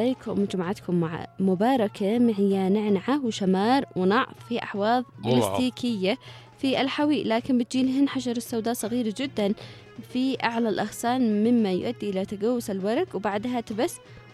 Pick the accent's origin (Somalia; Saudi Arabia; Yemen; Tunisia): Yemen